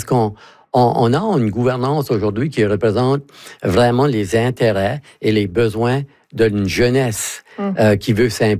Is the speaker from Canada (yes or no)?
yes; Acadia, Canada; tout le monde sait qu'on est Acadien.